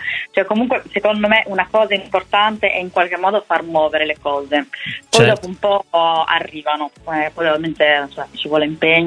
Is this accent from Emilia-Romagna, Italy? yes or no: yes; Rimini, Emilia-Romagna, Italy; Esatto, infatti sono molto contenta, io sono cresciuta a Rimini